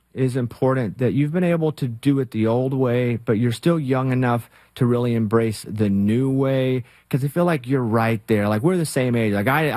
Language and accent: English; Arkansas, United States; I'm from Arkansas. Like, that's what we have. We don't have pro. We have the University of Arkansas.